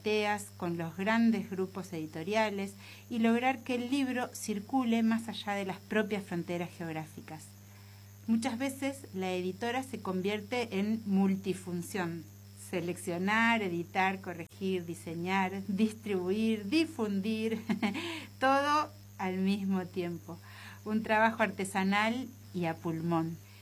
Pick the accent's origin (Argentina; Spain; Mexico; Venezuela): Argentina; Patagonia; soy cantora de la Patagonia.